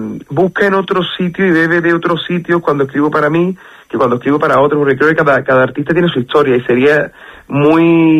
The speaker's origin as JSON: {"language": "Spanish", "town": "Cádiz", "region": "Andalusia", "country": "Spain", "said": "mi tierra, de Cádiz"}